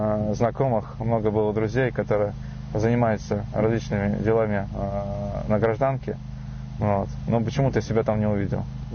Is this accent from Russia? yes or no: yes; Samara, Samara Oblast, Russia; moved away as an adult; Родом сам Самары.